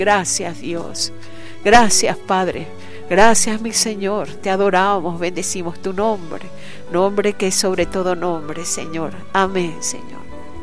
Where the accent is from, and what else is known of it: Venezuela